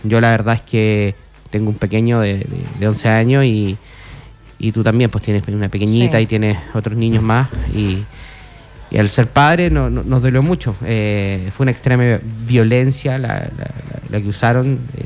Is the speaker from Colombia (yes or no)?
no; Chile; yo vengo de la Pola donde mi entorno está lleno de droga. Personalmente lo digo, soy totalmente abierto. El entorno de donde yo vivía, había mucha gente que traficaba, tenía soldados en la esquina.